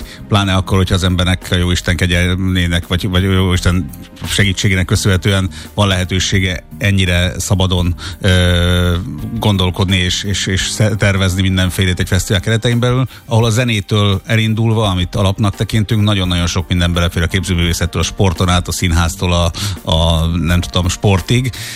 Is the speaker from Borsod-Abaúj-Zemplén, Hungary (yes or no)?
no; Sopron, Győr-Moson-Sopron, Hungary; moved away as an adult; now in Budapest, Hungary; hogyha én felkerültem Budapestre 20 évesen körülbelül. Ha kimondtam azt, hogy Sopronból jöttem